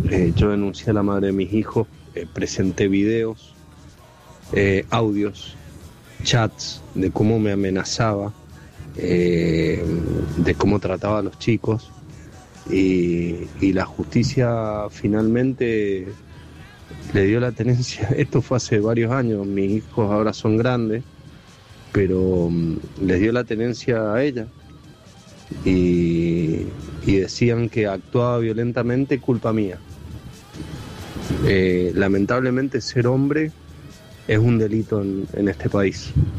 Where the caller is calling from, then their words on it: Comodoro Rivadavia, Chubut, Argentina; Soy de Comodoro Rivadavia.